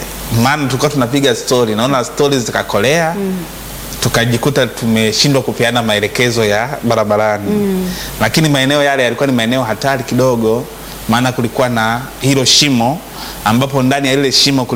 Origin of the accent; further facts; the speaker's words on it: Malampaka, Shinyanga, Tanzania; moved away as an adult; now in Dar es Salaam, Tanzania; nikitokea kijijini kwetu Malampaka, Maswa, Shinyanga, ambako ndiko niliko kulia